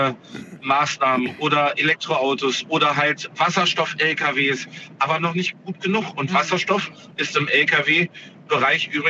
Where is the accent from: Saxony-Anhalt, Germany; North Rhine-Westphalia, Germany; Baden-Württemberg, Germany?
Saxony-Anhalt, Germany; Gerbstedt